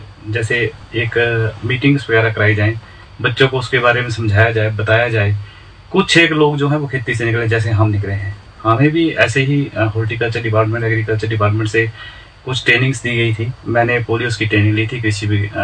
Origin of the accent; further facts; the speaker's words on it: Narwana, Himachal Pradesh, India; और मैं ग्राम पंचायत खास नरवाना से हूँ